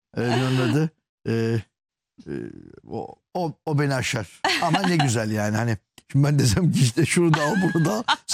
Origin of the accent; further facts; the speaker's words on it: Ödemiş, İzmir, Turkey; ben Ödemiş'te büyüdüm.